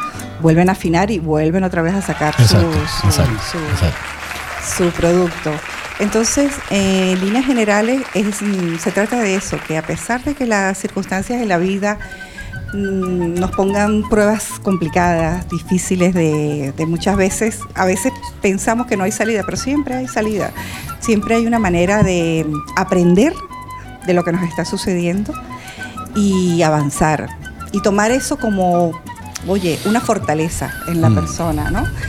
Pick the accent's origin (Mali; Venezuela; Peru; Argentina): Venezuela; now in Canary Islands, Spain; Ahora somos los venezolanos, hijos de canarios, y no solamente eso, que vienen aquí a Canarias a llevar una vida distinta.